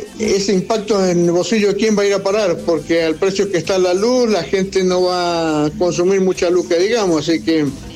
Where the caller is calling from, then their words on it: Godoy Cruz, Mendoza, Argentina; de Godoy Cruz